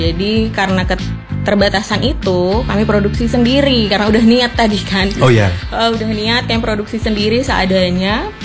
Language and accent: Indonesian; West Kalimantan, Indonesia; now in Semarang, Indonesia; Aku kan asli Kalimantan, Kalimantan okay. Barat.